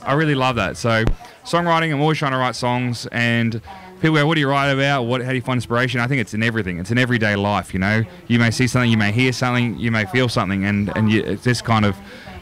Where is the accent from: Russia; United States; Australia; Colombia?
Australia; I'm born and raised in that area. Just a bit of a blocky, I suppose you call it. We've always had a bit of cows and chicken and sheep to enough to fill up the freezer.